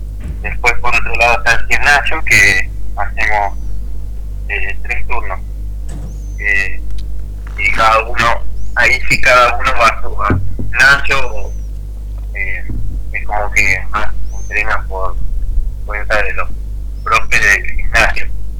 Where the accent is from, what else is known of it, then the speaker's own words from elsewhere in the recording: Santa Fe, Argentina; also born or lived in Alejandra; Yo estoy acá de Santa Fe, tengo familia en Alejandra